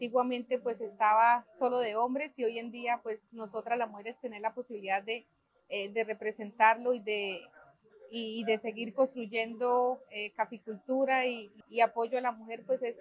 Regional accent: Aratoca, Santander, Colombia; vengo del municipio de Aratoca.

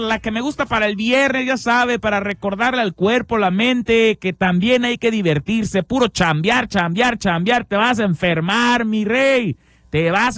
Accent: Mexico

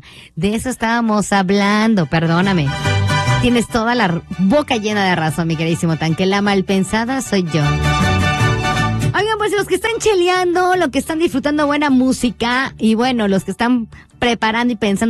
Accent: Mexico; después que pegamos el grito a las 12 de la noche como buenos mexicanos

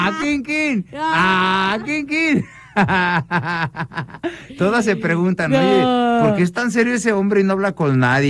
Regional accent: Guadalajara, Jalisco, Mexico; Soy tapatío.

